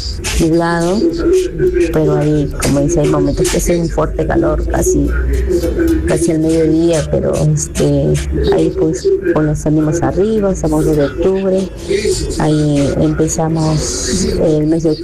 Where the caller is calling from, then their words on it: Chimbote, Ancash, Peru; Saludos, papito, de acá de Chimbote City.